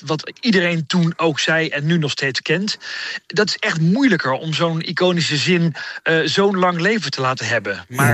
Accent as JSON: {"language": "Dutch", "country": "Netherlands"}